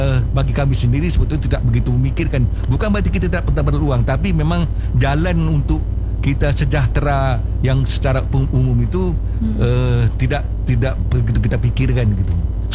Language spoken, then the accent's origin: Indonesian; Pekanbaru, Riau, Indonesia; kalau kami Melayu di Pekan Baru, jangankan sesuatu yang membahagiakan, kami beli motor, kami tepung tawar gitu.